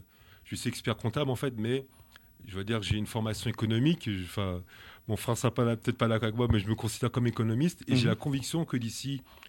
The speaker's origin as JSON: {"language": "French", "town": "Paris", "region": "Île-de-France", "country": "France", "tie": "born or raised there", "lives_now": "Guadeloupe", "said": "Je suis ce qu'on appelle un négropolitain. Je suis né à Paris, j'ai grandi à Paris. Et moi, je suis retourné en Guadeloupe pour être expert comptable."}